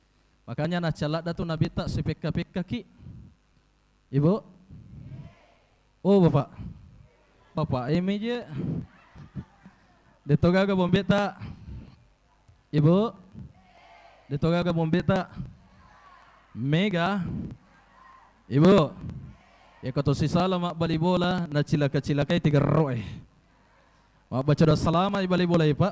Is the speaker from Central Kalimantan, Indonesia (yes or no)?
no; Belawa, South Sulawesi, Indonesia; born or raised there; now in Pinrang, Indonesia